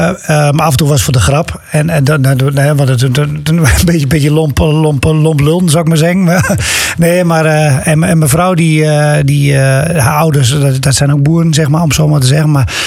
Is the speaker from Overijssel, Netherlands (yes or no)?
yes; Luttenberg, Overijssel, Netherlands; toevallig een beetje redelijk uit de regio, Luttenberg dan, waar ik dan zelf vandaan kom. Of vlakbij waar ik vandaan kom, zeg maar.